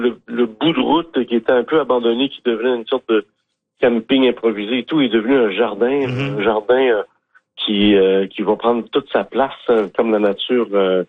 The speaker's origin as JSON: {"language": "French", "area": "Portneuf County", "region": "Quebec", "country": "Canada", "said": "moi, je viens du comté de Portneuf, hein."}